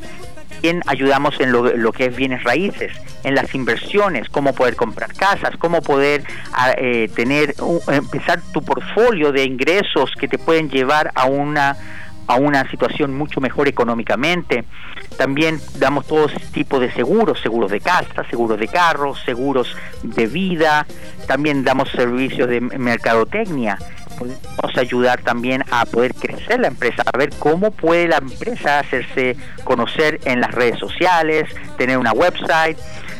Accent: Chile; moved away as an adult; now in United States; Yo soy inmigrante también, vengo de Chile. Uh-huh. Llegué aquí a los 18 años

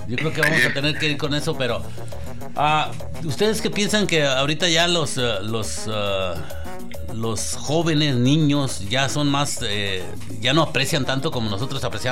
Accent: East Los Angeles, California, United States; Yo soy from East LA.

